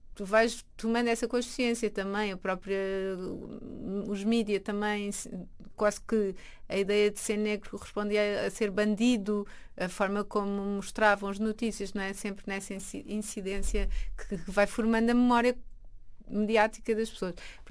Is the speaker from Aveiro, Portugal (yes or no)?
no; Lisbon, Portugal; Desde uma zona que foi em tempos mais rural, que é Carnide, onde eu cresci